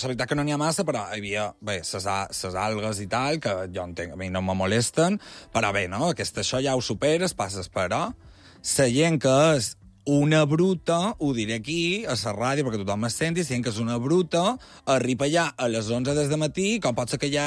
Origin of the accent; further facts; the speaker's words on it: Balearic Islands, Spain; a mi com a mallorquí